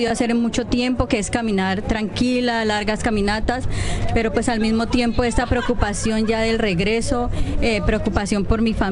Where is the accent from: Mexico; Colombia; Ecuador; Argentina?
Colombia; Cauca; moved away as an adult; now in Asturias, Spain; yo vengo del norte del Cauca, es un territorio muy estigmatizado por la violencia